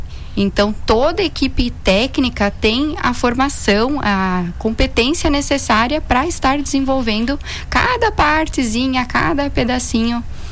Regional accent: São Miguel do Oeste, Santa Catarina, Brazil; now in Blumenau, Brazil; Nós somos do Oeste de Santa Catarina.

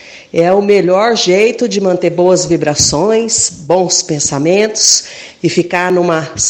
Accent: São Carlos, São Paulo, Brazil; eu sou de São Carlos, no interior de São Paulo.

